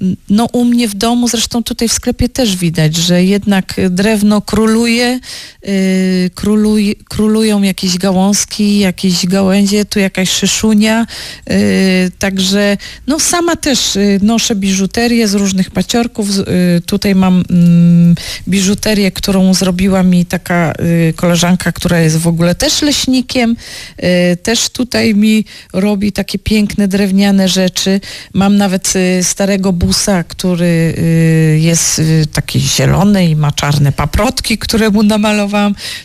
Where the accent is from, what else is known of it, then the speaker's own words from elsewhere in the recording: Silesian Voivodeship, Poland; ja mieszkam w Lesiczówce całe życie